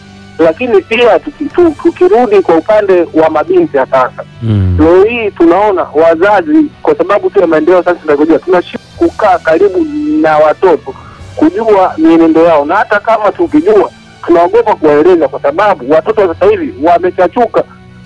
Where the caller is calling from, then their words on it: Kilosa, Morogoro, Tanzania; Nafanya vema sana kutoka pande za Magu Bike, Kilosa, Morogoro, Tanzania.